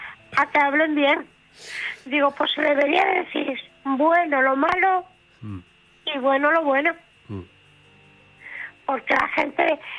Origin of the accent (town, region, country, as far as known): Santander, Cantabria, Spain